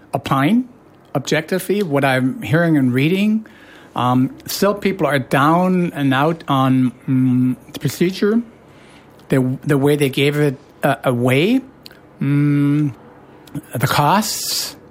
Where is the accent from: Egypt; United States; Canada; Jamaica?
Canada; now in Frankfurt, Germany; I'm Canadian, living, working, and loving in our merit in Frankfurt am Main.